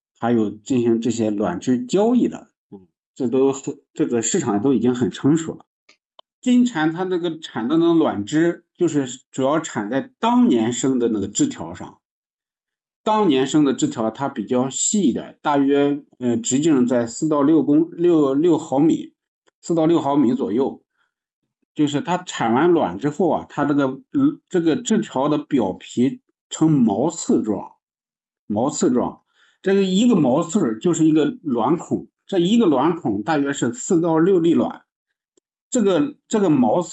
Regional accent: Shandong, China

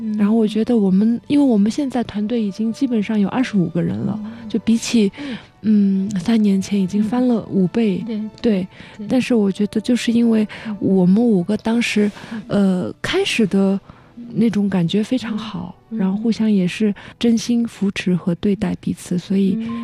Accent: Lhasa, Tibet, China; 我觉得我们拉萨人还是很好

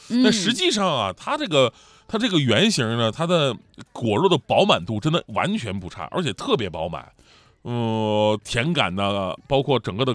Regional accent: Northeast China, China; moved away as an adult; 作为东北人

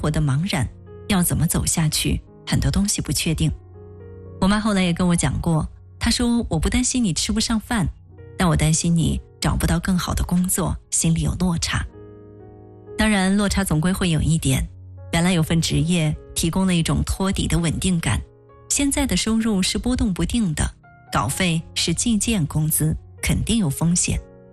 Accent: Shanghai, China; 我是上海人，没有房贷，到现在也不开车

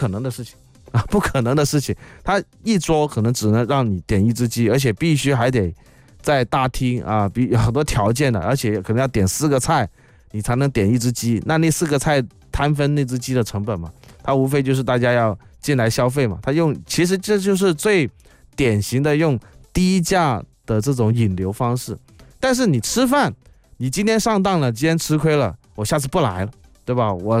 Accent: Guangdong, China; 我们广东话经常说便宜冇好嘢

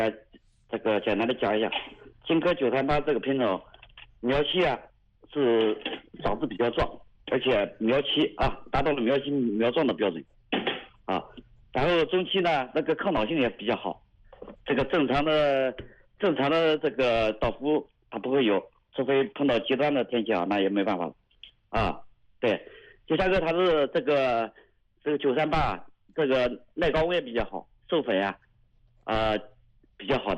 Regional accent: Bozhou, Anhui, China; 我来自亳州市利辛县。

